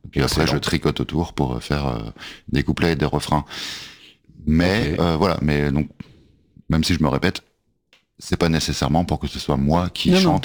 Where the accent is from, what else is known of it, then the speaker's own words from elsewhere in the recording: south of France, France; accent: southern; Et pourquoi j'ai l'accent du sud, je sais pas.